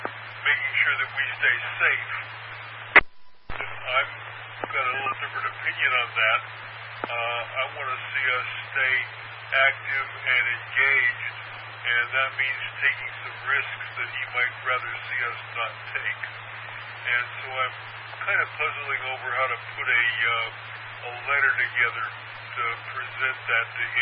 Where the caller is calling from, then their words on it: Altadena, California, United States; in Altadena.